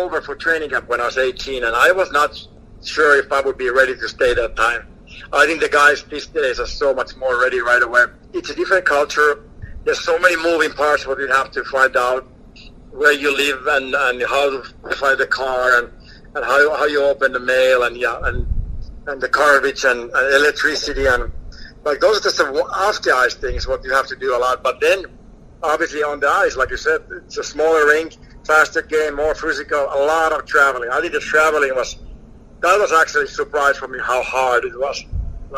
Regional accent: Finland; moved away; Growing up in Finland

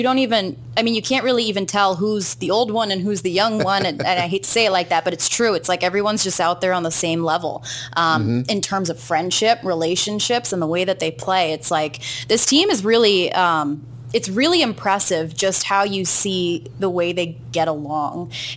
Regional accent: New Hampshire, United States; You know, I'm from New England, New Hampshire.

